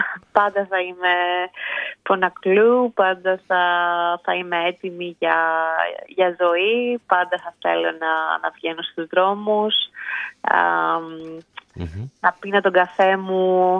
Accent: Greece; now in Australia; Ελληνίδα ποτέ δεν θα πάψω να αισθάνομαι, ακόμα και αν αποκτήσω την αυστραλέζικη υπηκότητα, πάντα θα είμαι Ελληνίδα, μέχρι να πεθάνω.

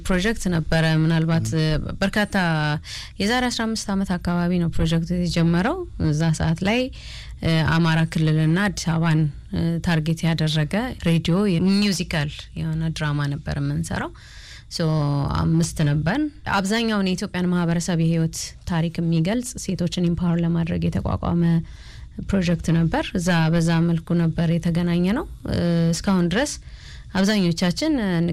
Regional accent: Oromia, Ethiopia; now in Addis Ababa, Ethiopia; ተወልጄ ያደኩት ባሌ ነው፣ ባሌ ክፍለ ሀገር። ከዛ ወደ አዲስ አበባ ለትምህርት ነው የመጣሁት።

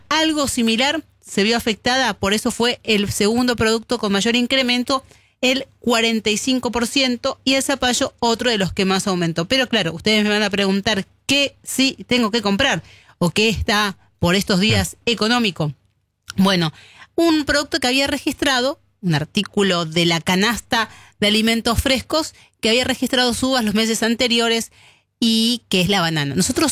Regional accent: Argentina; Como argentinos, el producto, la fruta que más consumimos, y registró una baja importante.

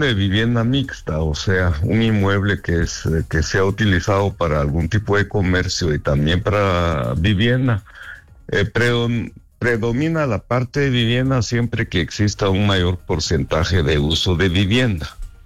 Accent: Guatemala

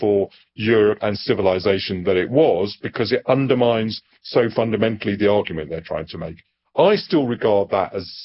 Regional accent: United Kingdom; accent: British; imitated my British accent as if I was Dick Van Dyke.

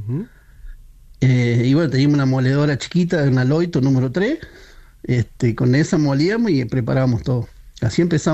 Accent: Alcira Gigena, Córdoba, Argentina; Roncedo. Sí, sí, ahí jugaba yo cuando era chico.

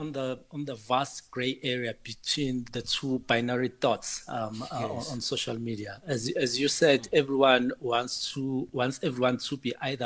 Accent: South Africa

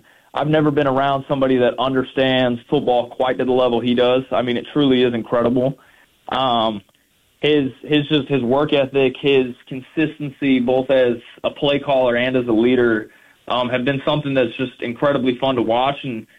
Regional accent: Georgia, United States; growing up in Georgia

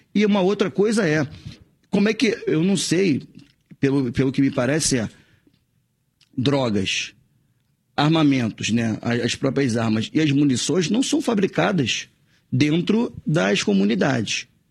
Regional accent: Rio de Janeiro, Brazil; born there; olha o lugar onde eu nasci, que é a Baixada Fluminense

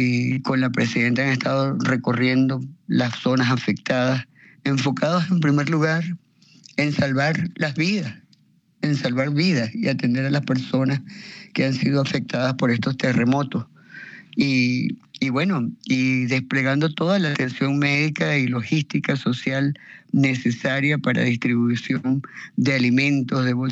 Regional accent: Venezuela; now in Mexico; lo digo además como venezolana

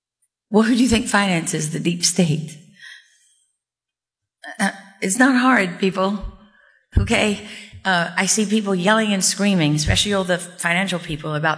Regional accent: South Africa; So she said, I was sort of what we call in South Africa a lamaki, because I'm born and raised in South Africa.

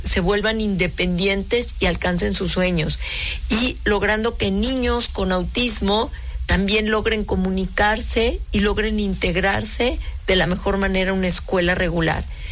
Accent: Mexico; Es una joya, porque nos recuerda lo que realmente somos los mexicanos, ¿no?

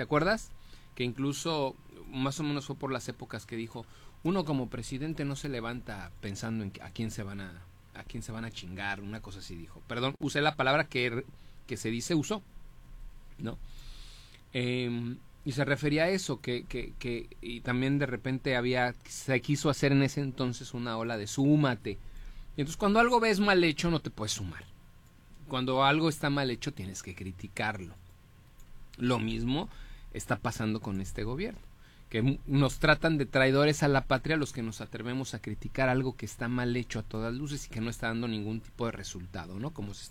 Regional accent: Mexico; muy propia, por ejemplo, de nuestra genética como mexicanos.

